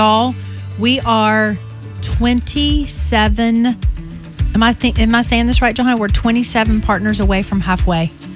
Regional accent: Alabama, United States; I grew up with a single mom, and there was not Christian radio, or at least Christian radio that we knew of where I grew up in Northeast Alabama at the time.

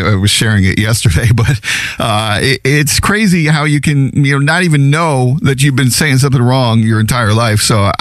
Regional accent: New England, United States; I grew up in New England, so I have kind of a weird accent, you know, as I became a professional speaker. I kind of lost some of it

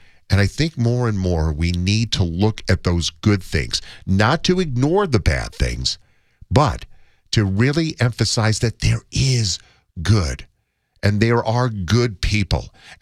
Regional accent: New York, United States; moved away; I grew up in New York.

